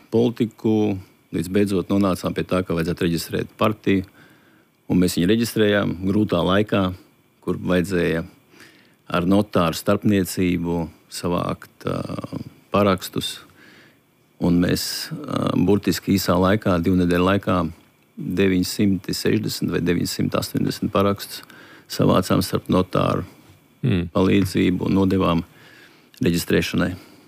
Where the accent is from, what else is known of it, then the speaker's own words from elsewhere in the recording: Jūrmala, Latvia; esmu uzņēmējs no Jūrmalas